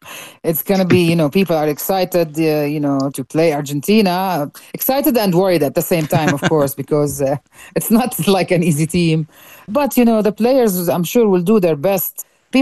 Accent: Jordan; I'm from Jordan.

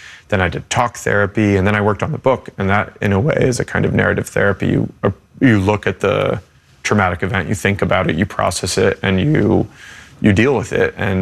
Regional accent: United States; And I'm an American journalist.

